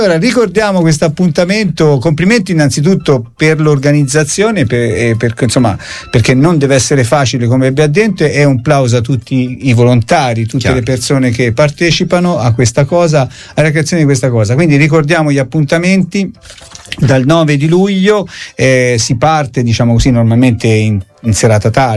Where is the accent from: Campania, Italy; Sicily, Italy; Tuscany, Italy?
Tuscany, Italy; Rigutino; now in Arezzo, Italy; io essendo nato a Rigutino